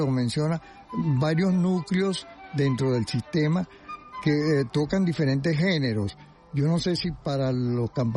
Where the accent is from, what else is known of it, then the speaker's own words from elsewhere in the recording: Venezuela; agradecido como venezolano